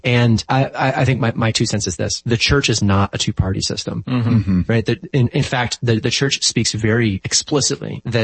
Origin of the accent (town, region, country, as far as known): United States